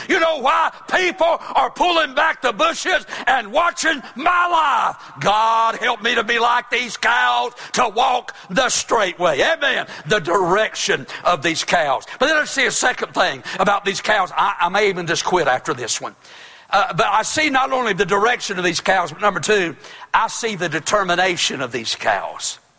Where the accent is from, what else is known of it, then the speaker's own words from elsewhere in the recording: Toast, North Carolina, United States; now in Tobaccoville, United States; I'm from North Carolina. I'm from Toast, North Carolina. Surrey County, North Carolina. I live in a place called Tobaccoville. You ever heard of Tobaccoville? I live in a place by the name of Tobaccoville, North Carolina. I was born and raised in Toast, North Carolina.